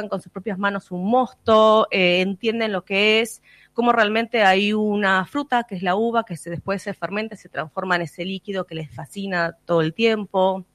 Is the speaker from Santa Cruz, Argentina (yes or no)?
no; Buenos Aires, Argentina; Yo que vengo de Buenos Aires no paro de asombrarme